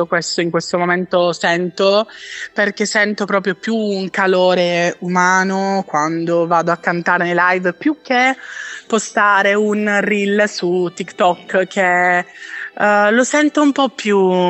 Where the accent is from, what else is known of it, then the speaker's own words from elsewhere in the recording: Catania, Sicily, Italy; Io provengo da Catania ed è una città molto molto viva